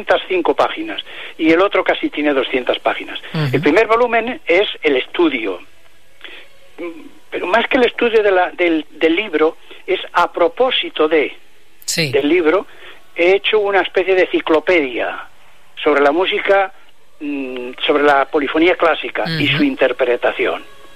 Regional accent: Palencia, Castile and León, Spain; Fuera de 3 años que estuve en Palencia, por eso soy de Palencia, todo el resto de mi vida ha estado aquí, estudiando y aquí.

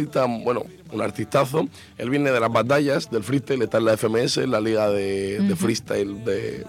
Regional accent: Region of Murcia, Spain; hago la referencia a Murcia, en el estribillo cambié el bonito por bonico porque quería que también sonase a mi tierra.

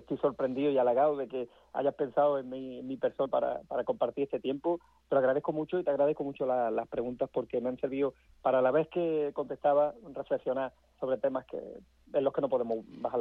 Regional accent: Huétor Tájar, Andalusia, Spain; de mi pueblo, de Huetortaja, que como sabes yo soy de allí

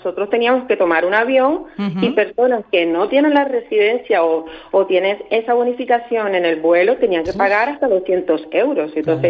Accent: Colombia; now in Lanzarote, Spain; Yo como ciudadana colombiana

